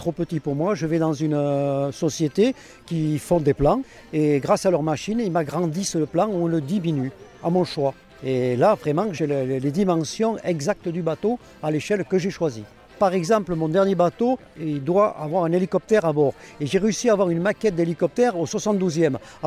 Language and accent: French; Pau, Nouvelle-Aquitaine, France; Et comme je suis d'origine du Béarn, de Pau, et elle est d'origine de Guipuscoa, on a dit eh bien, on ira vivre en Daï au milieu.